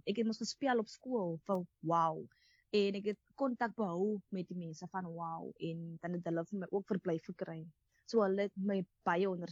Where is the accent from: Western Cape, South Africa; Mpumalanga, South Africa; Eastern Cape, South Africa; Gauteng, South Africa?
Western Cape, South Africa; Atlantis; ek is van Atlantis, ek bly in Island Place, ek bly in die Kort.